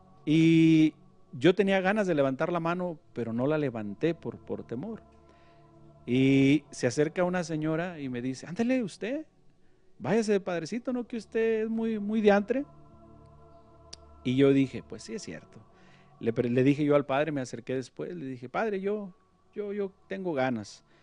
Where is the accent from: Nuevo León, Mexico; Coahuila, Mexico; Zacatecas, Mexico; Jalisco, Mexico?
Zacatecas, Mexico; vacaciones a Zacatecas. Y cuando vine de vacaciones dije, pues ¿qué ando haciendo allá? Estando aquí en mi tierra